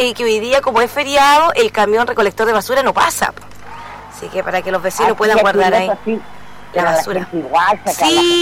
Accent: Chile; Somos chilenos, pues

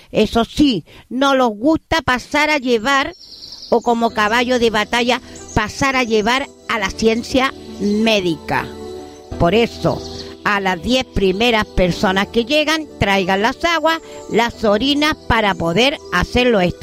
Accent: Chile; entonces nosotros como buenos chilenos los ponemos las pilas

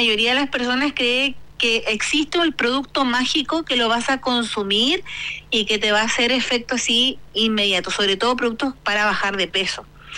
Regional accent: Chillán, Ñuble, Chile; now in Concepción, Chile; yo soy nacida y criada en Chillán.

